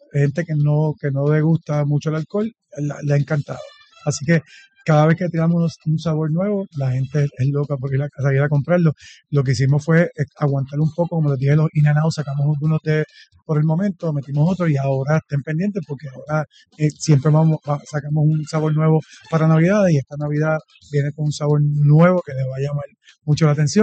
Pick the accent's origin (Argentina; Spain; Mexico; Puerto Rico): Puerto Rico; Aibonito; Somos de Ibonito casi todos los que trabajamos allí.